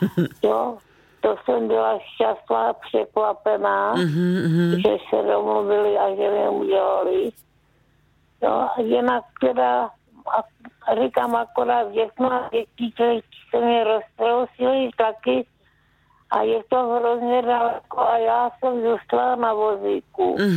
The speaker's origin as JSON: {"language": "Czech", "region": "Zlín Region", "country": "Czechia", "said": "A u nás na Valáchách se neslavilo a gor naši, ty šli, jako přistěhovali se tady do, na okres Jeseník po válce."}